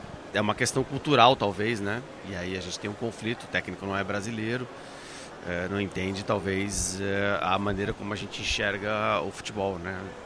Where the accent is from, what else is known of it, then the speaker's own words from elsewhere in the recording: Brazil; a gente também não tem humildade como brasileiro